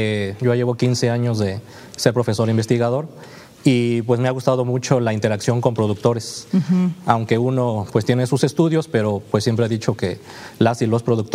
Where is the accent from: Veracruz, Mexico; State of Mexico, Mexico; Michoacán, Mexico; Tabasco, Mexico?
Veracruz, Mexico; Huatusco; Sí, pues el ejemplo más palpable, ahí yo vengo de Huatusco, como ya se mencionó